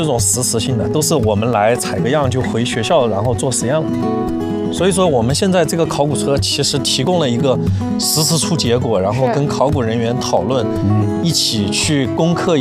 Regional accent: China; 就是我们中国人大概都有1%-3%的尼安德特人的这个血统。

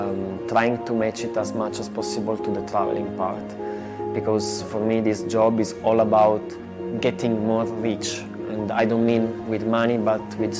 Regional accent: Italy; English is a second language; I am a filmmaker from Italy. I am traveling by land from Italy to China without taking any plane.

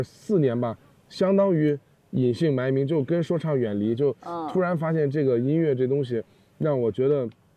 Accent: Beijing, China; also born or lived in Xinjiang; 我是一个出生在新疆，然后从小6岁就离开了新疆，然后在北京学习成长

